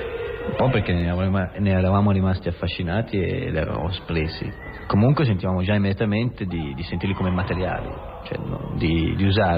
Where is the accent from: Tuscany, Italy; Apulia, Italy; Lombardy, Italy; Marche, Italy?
Tuscany, Italy; forse proprio perché siamo toscani